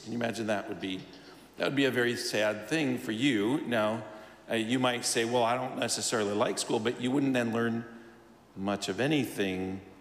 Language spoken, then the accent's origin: English; Phoenix, Arizona, United States; We're from the Phoenix metro area.